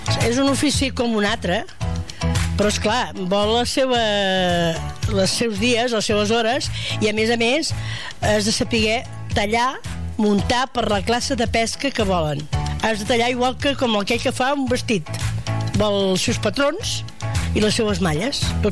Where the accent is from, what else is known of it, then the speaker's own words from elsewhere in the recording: Roses, Catalonia, Spain; Jo vaig néixer aquí a Roses i el meu pare era guardamolls i vivíem aquí en el port.